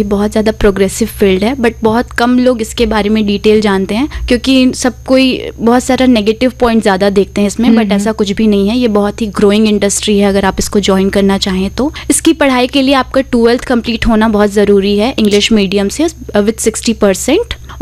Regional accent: Ambikapur, Chhattisgarh, India; मैं अंबिकापुर की रहने वाली हूँ।

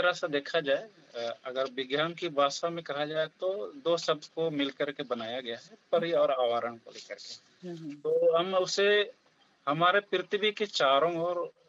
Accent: Chakradharpur, Jharkhand, India; और मैं चक्रधरपुर का रहने वाला हूँ।

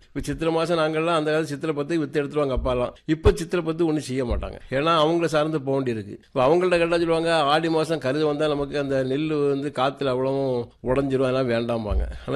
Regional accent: Erachakulam, Tamil Nadu, India; என்னுடைய சொந்த ஊர் இறச்சகுளம். … கிட்டத்தட்ட ஒரு 40 வருஷம் மாட்டு விவசாயம் பண்ணிட்டு இருக்கேன். எங்க தாத்தா எங்க அப்பா எல்லாருமே பூர்வீகம் மாட்டு நாங்க விவசாயமும் வியாபாரமும்

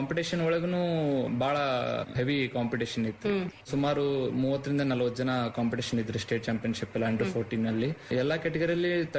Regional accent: Shiggaon, Karnataka, India; Shiggaon, Haveri district Shiggaon ನಂದು.

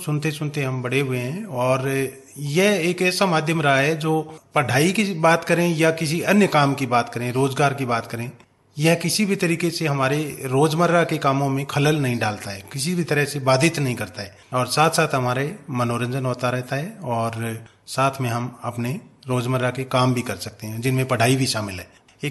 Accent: Gorkhana, Rajasthan, India; जी मैं मूलतः नोहर के नजदीक मेरा गाँव है गोरखाना, वहीं पला बढ़ा हूँ और 8वीं तक मैंने पढ़ाई भी वहीं करी है।

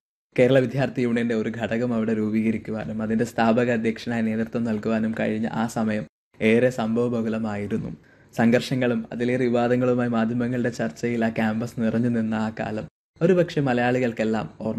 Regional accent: Thiruvananthapuram, Kerala, India; തിരുവനന്തപുരം സ്വദേശിയാണ്.

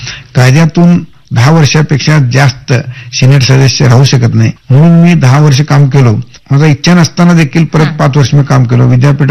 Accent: Tikoni, Maharashtra, India; मी स्वतःहून तिकोंडीतनं शिकून तिकोणीचा जन्म घेऊन मी बाहेर शिकत होतो आणि माझ्या गावी शिकायला बाहेर गावांना लोक येत होतं

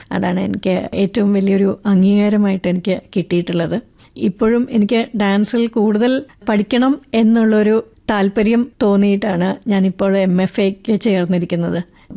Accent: Kerala, India; born there; എന്റെ നാടും അതിനടുത്ത് തന്നെയാണ്.

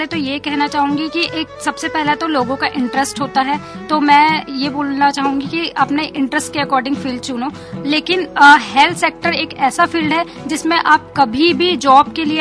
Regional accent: Chhattisgarh, India; जरूर सर, जरूर, इसीलिए मैं छत्तीसगढ़ से यहाँ आई हूँ

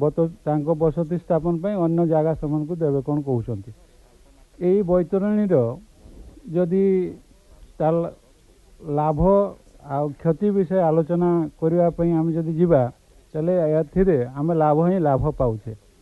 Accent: Nayakrishnapur, Odisha, India; ଆମ ଗାଁ ହେଉଛି ନୟାକୃଷ୍ଣପୁର, ଯେଉଁଟା ବିହାର ବର୍ଡ଼ର

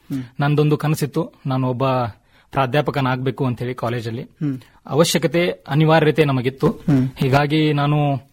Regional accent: Bilagi, Karnataka, India; moved away as an adult; ನಾನು ಮೂಲತಃ ಬಾಗಲಕೋಟೆ ಜಿಲ್ಲೆಯ ಬೀಳಿಗೆಯವನು.

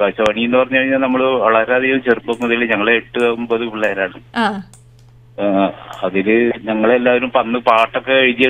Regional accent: Cheruthuruthy, Kerala, India; now in Pallimoola, India; ചെറുതുരുത്തിയാണ് വീട്. പക്ഷെ ഇപ്പൊ ഞാൻ താമസിക്കുന്നത് പള്ളിമൂലയിൽ തന്നെയാണ്

